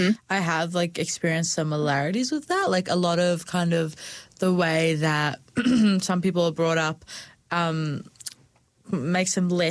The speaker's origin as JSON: {"language": "English", "country": "New Zealand", "accent": "Kiwi", "first_language": "English", "said": "my accent is pretty Kiwi to some extent. Mm-hmm. And a lot of people would look at me and expect that it's not because, for example, I'm a hijabi. Like, that's probably my second language. Bro, unfortunately, English"}